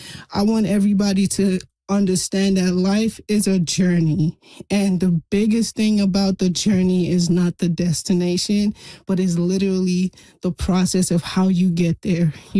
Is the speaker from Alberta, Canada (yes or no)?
no; Regina, Saskatchewan, Canada; You know, Regina is my hometown. I love the prairies. We are who we are. You know, prairies raised this little Afro-pop girl over here.